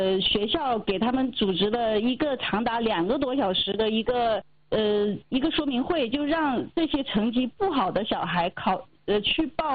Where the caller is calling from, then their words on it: Jiangsu, China; 我是江苏的听众。